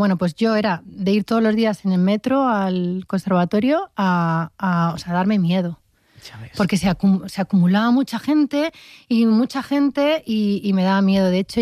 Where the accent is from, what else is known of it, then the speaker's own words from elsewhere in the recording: Spain; Somos, no sé, somos españoles todos. Somos españoles todos y lo que nos importa es la familia.